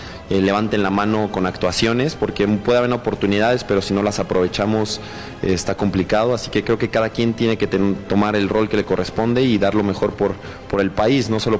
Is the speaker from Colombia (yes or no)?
no; Mexico; yo siempre voy a estar como mexicano asumiendo el rol que me, que me corresponde